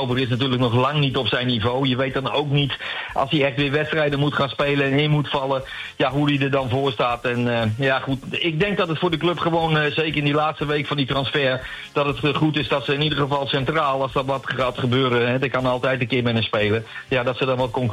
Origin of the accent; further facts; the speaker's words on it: Netherlands; En dan ben je heel blij als Nederlander